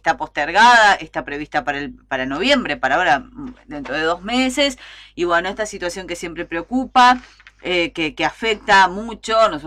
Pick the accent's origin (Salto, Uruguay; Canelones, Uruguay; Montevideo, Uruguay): Canelones, Uruguay; Barros Blancos; born there; Yo soy de Barros Blancos, viví parte de mi infancia y de mi adolescencia allá